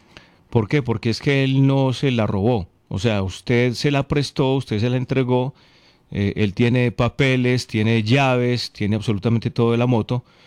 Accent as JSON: {"language": "Spanish", "town": "Concordia", "region": "Antioquia", "country": "Colombia", "said": "Fercho, te cuento, yo soy de Concordia y también conocí a Carlos Adolfo"}